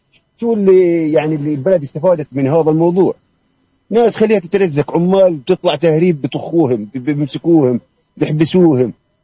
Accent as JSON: {"language": "Arabic", "country": "Palestine", "said": "انا بحكي بمنطلق العاطفه وبمنطلق اني ابن فلسطين انا بعنيني كل واحد بفلسطين"}